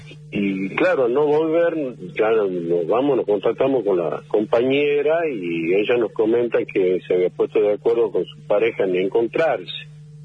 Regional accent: Tucumán, Argentina

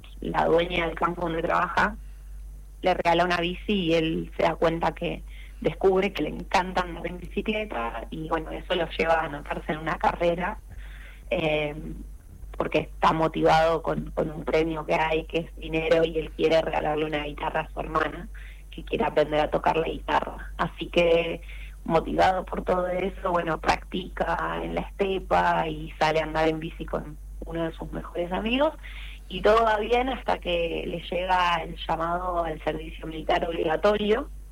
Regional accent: Neuquén, Argentina; born there; Sí, vivo en Neuquén hace más de 20 años. Vine muy de pequeña y ya me quedé acá y me quedé estudiando también en Patagonia.

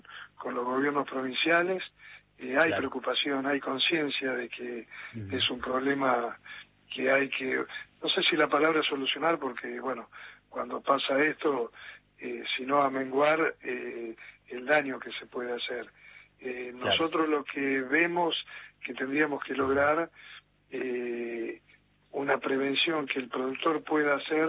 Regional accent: Argentina; no podemos permitirnos como argentinos, y esto no es una crítica a nadie, porque hace años que estamos así

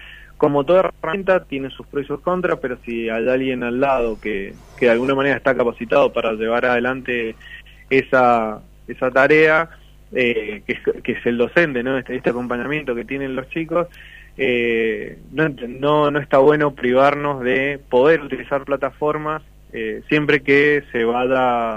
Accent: Argentina; como argentinos nos atraviesa completamente

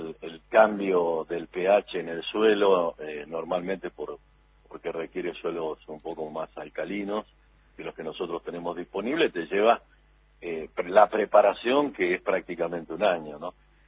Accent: Martínez de Hoz, Buenos Aires Province, Argentina; yo de un pueblito de Martínez de Os, a 20 kilómetros de distancia, sí, en el partido de Lincoln, ¿no?

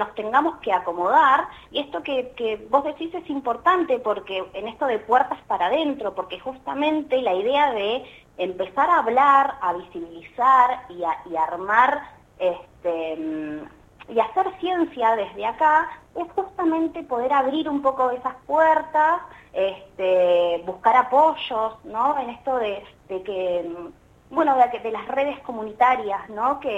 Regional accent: Tierra del Fuego, Argentina; Tanto yo como la licenciada Percara somos dos fueguinas que vivimos y conocemos también de qué se trata el aislamiento.

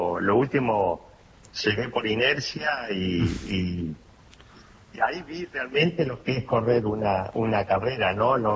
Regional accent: Argentina; la idea era correr en Argentina, que tuve muy pocas posibilidades de correr en mi país y elegí la de Buenos Aires.

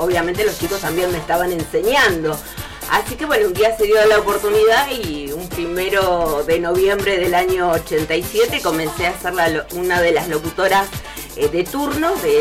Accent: Río Gallegos, Santa Cruz, Argentina; porque yo nací aquí en Río Gallegos

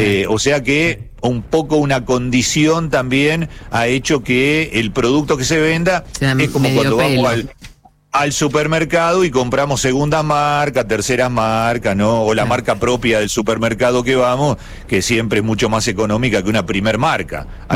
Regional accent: Santa Fe province, Santa Fe, Argentina; born there; now in Tierra del Fuego, Argentina; en el pueblo donde yo nací, en la provincia de Santa Fe

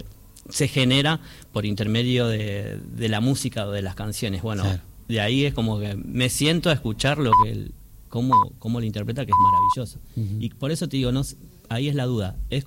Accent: Florencio Varela, Buenos Aires Province, Argentina; De donde yo vengo, que es Florencio Varela.

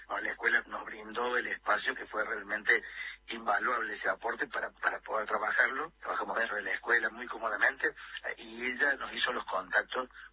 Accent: Argentina; todo esto bueno que tenemos como argentinos

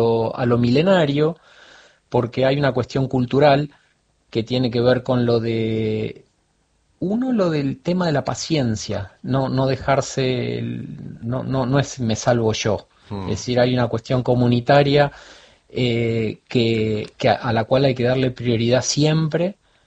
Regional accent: Buenos Aires, Argentina; moved away as an adult; also born or lived in United States / France; now in Fukuoka, Japan; desde los 6 años hasta la universidad estuve en Buenos Aires.

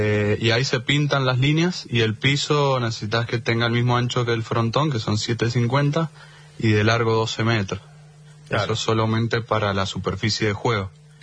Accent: Guaymallén, Mendoza, Argentina

